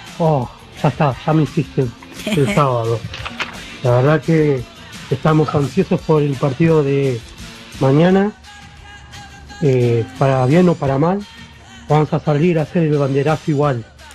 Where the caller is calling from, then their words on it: Lomas de Zamora, Buenos Aires Province, Argentina; de Loma de Zamora.